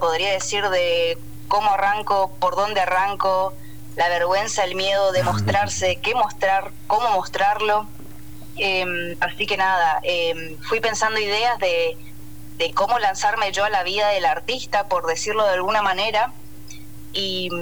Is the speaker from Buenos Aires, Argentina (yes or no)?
no; Misiones, Argentina